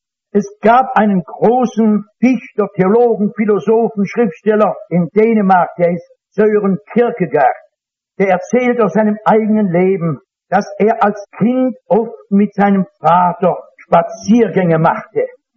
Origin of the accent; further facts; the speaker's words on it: North Rhine-Westphalia, Germany; Sehen Sie, ich komme aus dem Ruhrgebiet. Das ist nicht so schön wie hier in Biel, nicht?